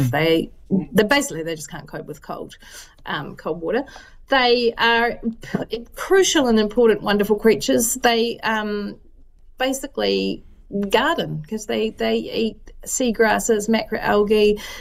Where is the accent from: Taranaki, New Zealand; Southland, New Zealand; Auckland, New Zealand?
Southland, New Zealand; because I'm from Southland and therefore not a vegetarian.